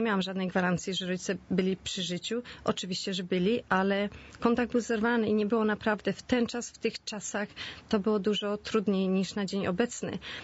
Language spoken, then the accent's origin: Polish; Świnoujście, West Pomeranian Voivodeship, Poland; moved away; Ze Świnoujścia. Wyjechałam ze Świnoujścia i byłam praktykującą katoliczką